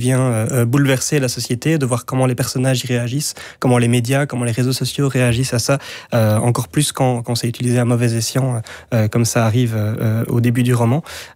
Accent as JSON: {"language": "French", "country": "Belgium", "said": "en tant que Belges"}